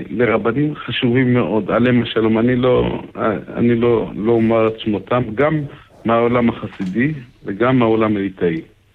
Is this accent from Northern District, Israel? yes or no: no; Kfar Chabad, Central District, Israel; אני גדלתי בחב"ד.